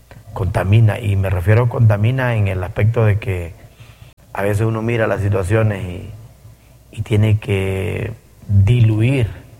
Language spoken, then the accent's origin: Spanish; Honduras